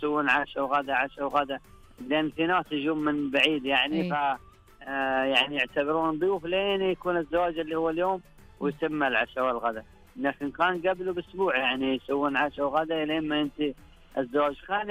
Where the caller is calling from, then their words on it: Medina Province, Saudi Arabia; أكلمكم من ضواحي المدينة المنورة.